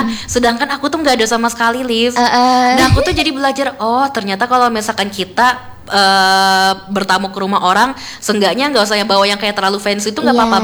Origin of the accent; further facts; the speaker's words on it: Samarinda, East Kalimantan, Indonesia; Aku asli Samarinda